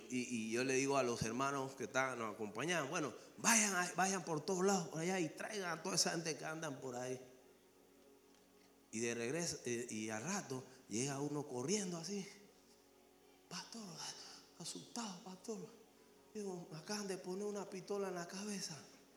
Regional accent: Panama; Nosotros no somos policías, venimos de Panamá y venimos a predicar la palabra.

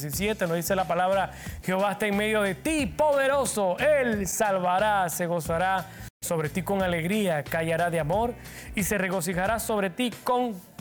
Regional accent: Panama; nosotros siempre somos así, los panameños

